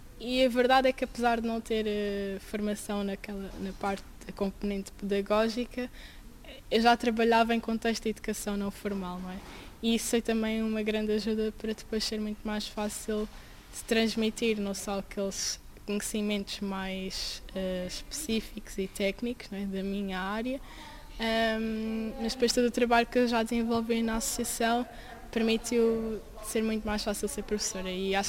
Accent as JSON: {"language": "Portuguese", "country": "Portugal", "tie": "born or raised there", "said": "eu não vivo aqui em Rio de Moro, eu cresci em São Marcos"}